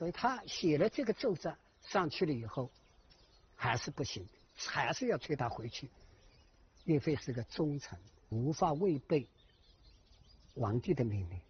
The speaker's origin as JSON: {"language": "Chinese", "town": "Hangzhou", "region": "Zhejiang", "country": "China", "tie": "born or raised there", "said": "我从小就在这里长大的，原来这个高房子是我们住的家，我们是紧靠的岳庙。"}